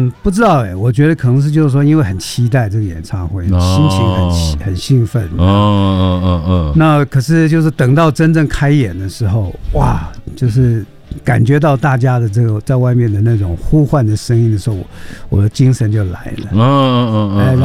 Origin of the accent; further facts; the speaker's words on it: Taipei, Taiwan; 那我觉得台北是因为跟这边的关系，就是我是在这里长大的，所以那种感觉就是更不一样。